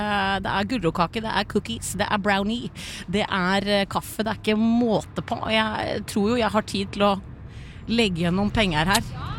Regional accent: Larvik, Vestfold, Norway; Jeg vokste opp i Larvik

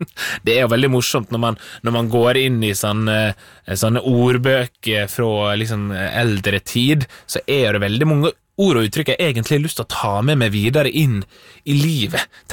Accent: Møre og Romsdal, Norway; Fordi i disse dager så er jeg med på et spel her hjemme på Sunnmøre, og der bruker vi dette gamle orda og uttrykka fra Sunnmøre som en inspirasjon

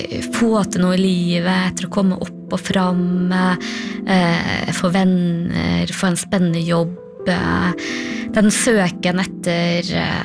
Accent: Trøndelag, Norway; ble boende på hjemplassen min i Nord-Trøndelag noen år

